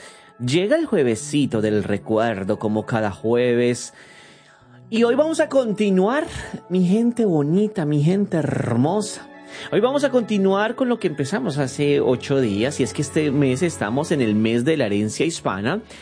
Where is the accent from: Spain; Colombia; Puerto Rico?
Colombia; moved away; Yo, por ejemplo, soy colombiano